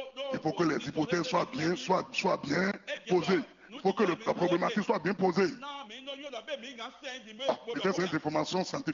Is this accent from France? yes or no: no; Benin; En tant que Béninois